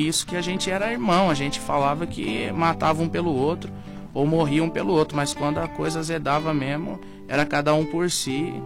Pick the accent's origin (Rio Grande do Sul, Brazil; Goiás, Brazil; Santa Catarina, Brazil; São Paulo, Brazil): São Paulo, Brazil; moved away; eu sou do interior de São Paulo, né? E eu cresci ali até um período de tempo